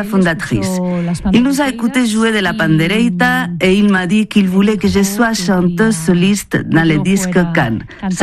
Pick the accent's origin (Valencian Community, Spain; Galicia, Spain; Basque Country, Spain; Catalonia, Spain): Galicia, Spain; Arteixo; je viens d'Arteixo, à côté de la Corogne, en Galice.